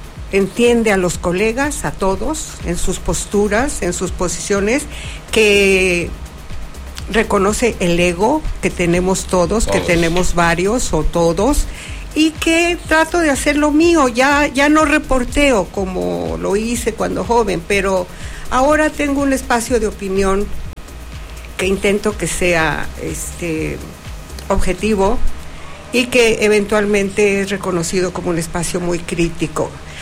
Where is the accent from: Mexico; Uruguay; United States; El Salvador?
Mexico; Zacatecas; yo soy una zacatecana